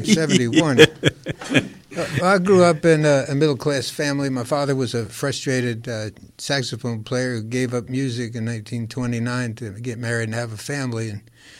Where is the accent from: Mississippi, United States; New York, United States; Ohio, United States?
New York, United States; New York City; Growing up in New York City, I got to see